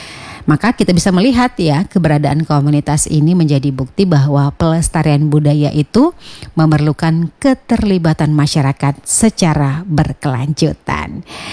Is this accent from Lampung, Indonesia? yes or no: no; Kulim, Riau, Indonesia; Khusus di kampung saya di Kulim sana tuh, orang-orang Jawa itu tuh sangat kompak ya saudara.